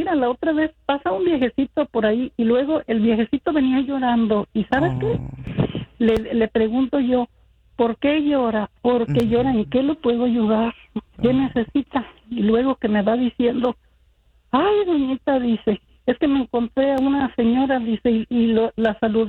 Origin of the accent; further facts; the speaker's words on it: Ameca, Jalisco, Mexico; born there; moved away; yo nací en Jalisco, en el medio de Jalisco, en Ameca, Jalisco.